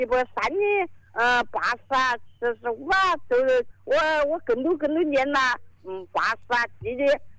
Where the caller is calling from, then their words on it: Jingmen, Hubei, China; 我是金门市东宝区石桥一村的人。